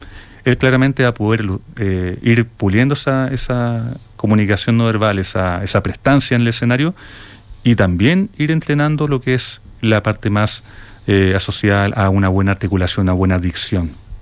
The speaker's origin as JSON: {"language": "Spanish", "country": "Chile", "said": "nosotros como chilenos tenemos un poquito comprometida, digamos, nuestra forma en cómo nos expresamos"}